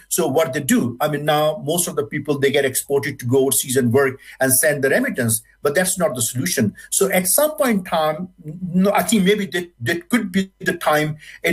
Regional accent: Rawalpindi, Punjab, Pakistan; I'm from the Rawalpindi. I travel and live there for many years.

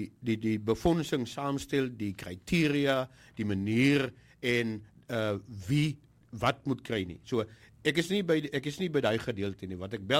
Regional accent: George, Western Cape, South Africa; ek is selfs van George. En my ouers is in George.

